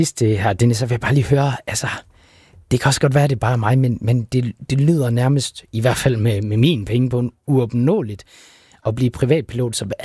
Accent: Central Denmark Region, Denmark; jeg er fra Vestjylland, jeg vil gerne hjem

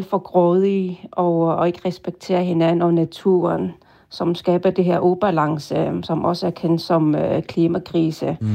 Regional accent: Qaqortoq, Kujalleq, Greenland; Og dem ser vi heller ikke i Qaqortoq, der hvor jeg kommer fra. Så, jeg tror, dem fra Nuuk, de ser lidt flere militærfolk i uniformer på gadebilledet, men det er ikke tilfældet der, hvor jeg kommer fra i Sydgrønland.

